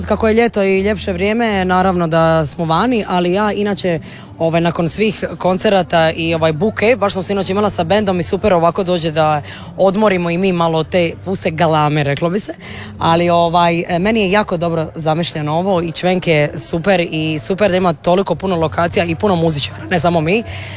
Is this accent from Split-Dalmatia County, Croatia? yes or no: yes; Sinj, Split-Dalmatia County, Croatia; Ja sam iz Sinja